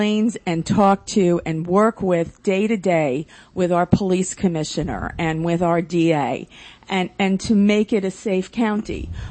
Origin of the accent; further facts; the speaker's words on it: Lynbrook, New York, United States; now in East Rockaway, United States; where I grew up in Lynbrook, where I live in East Rockaway now